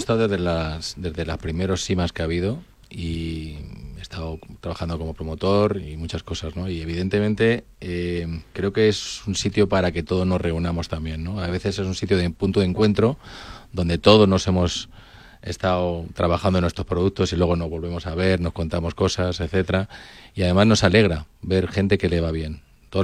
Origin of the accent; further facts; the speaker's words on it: Spain; somos latinos, somos españoles